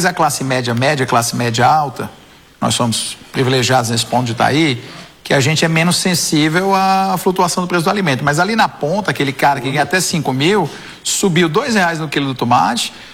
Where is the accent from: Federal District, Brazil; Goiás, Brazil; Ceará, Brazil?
Ceará, Brazil; Eu sou cearense, tá?